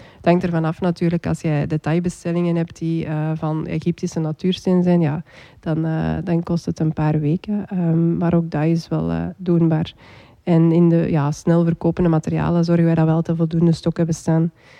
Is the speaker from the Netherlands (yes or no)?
no; Puurs-Sint-Amands, Flanders, Belgium; wij zijn afkomstig uit Antwerpen, het Lippeloze.